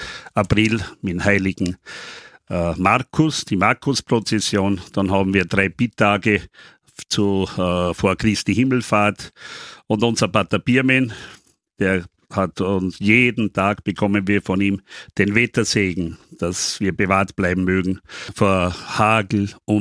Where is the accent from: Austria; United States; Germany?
Austria; Mönchhof, Burgenland; Und das ist bei uns am Neusiedler See. Wir kommen aus Mönchhof.